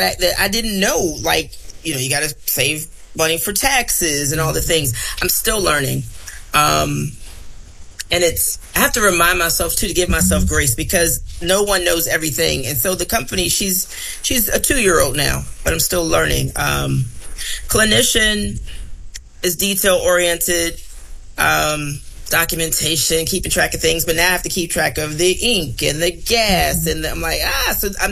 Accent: Virginia, United States; born there; And even as I'm a military brat. I was born here in Virginia, didn't grow up here.

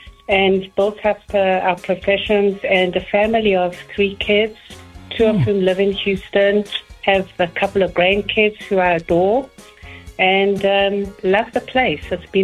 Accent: South Africa; born there; moved away; I was born in South Africa and I've lived here for well over 40 years.

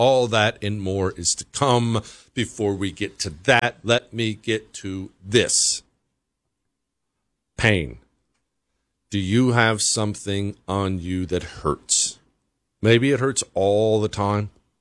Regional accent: Bozeman, Montana, United States; I grew up in Bozeman, which was small back then. It's way bigger now, kind of got ruined, but small back then

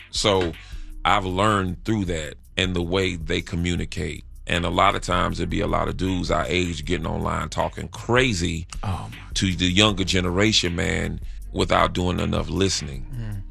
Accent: North Carolina, United States; I'm from North Carolina.

